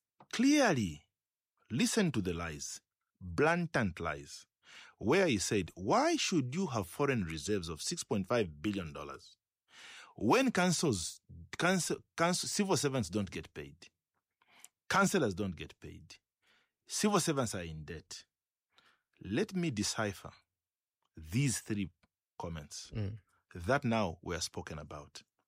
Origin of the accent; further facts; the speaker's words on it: Chingola, Copperbelt, Zambia; I come from Chingola.